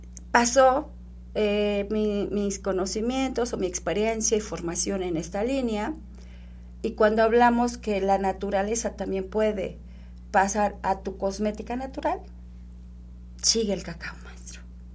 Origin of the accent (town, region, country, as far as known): Mexico